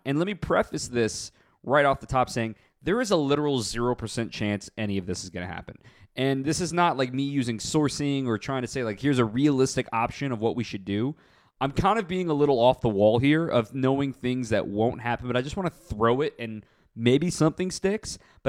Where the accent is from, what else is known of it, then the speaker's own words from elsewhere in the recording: Texas, United States; I grew up in Texas, and when my dad was working for the Rangers